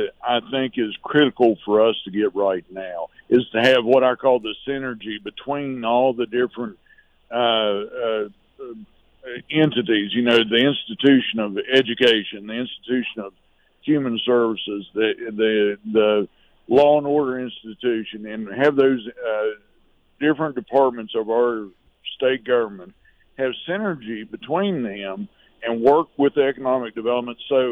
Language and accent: English; Summers County, West Virginia, United States; I grew up in Summers County. I had a good education in Hinton High School